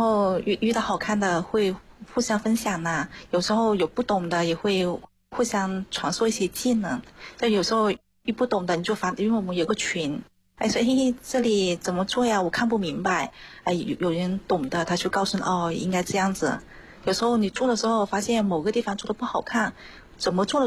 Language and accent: Chinese; Guangdong, China; now in Shenzhen, China; 我原来也是广东的，但是是广东别的城市。